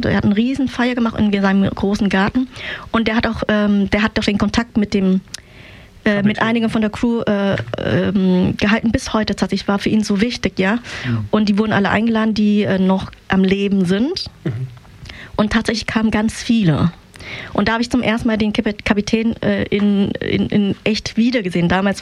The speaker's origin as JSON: {"language": "German", "country": "Vietnam", "second_language": "German", "lives_now": "Germany", "said": "Ja, wo die ganzen vietnamesischen Flüchtlinge gelebt haben. Und da sieht man, wie viele von uns da waren."}